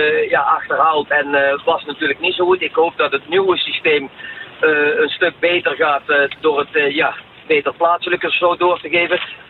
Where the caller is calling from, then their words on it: Eindhoven, North Brabant, Netherlands; ik rij op dit moment in Westkapelle en daar kom ik nogal veel, maar ik kom uit Eindhoven.